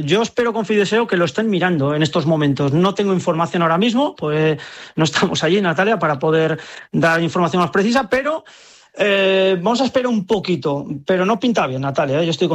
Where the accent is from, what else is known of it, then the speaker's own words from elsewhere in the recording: Aranda de Duero, Castile and León, Spain; tuvo una grave lesión, además en mi pueblo, en Aranda de Duero, en la milla